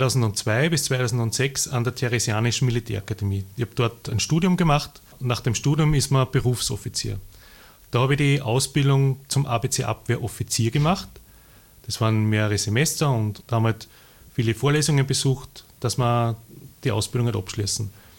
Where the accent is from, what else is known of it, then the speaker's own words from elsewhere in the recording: Upper Austria, Austria; Und dann, nachdem ich aus Oberösterreich bin, wollte ich von Graz natürlich nach Oberösterreich. Und dann war in Oberösterreich in Hörschingen eine Stelle frei. Da habe ich mich dann beworben. Und dann bin ich von Graz nach Oberösterreich gekommen